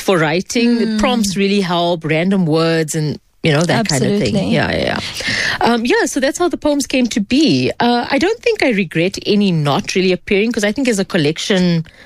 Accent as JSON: {"language": "English", "country": "South Africa", "tie": "born or raised there"}